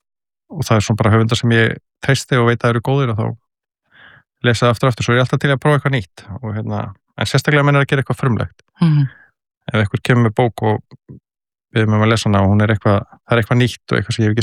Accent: Kópavogur, Capital Region, Iceland; also born or lived in Reykjavík; Ég er alinn upp í Kópavogi til 13 ára aldurs í Hjallakverfinu og ég fætti svona reyndar í Reykjavík en ég man ekkert eftir því hérna fyrstu árunum en ég man bara eftir upphildi í Kópavogi

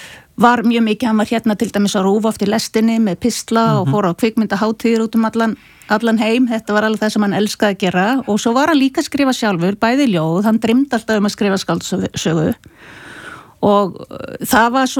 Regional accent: Akureyri, Northeastern Region, Iceland; Og við erum alveg upp á Akureyri, við erum einn eldri bróður líka

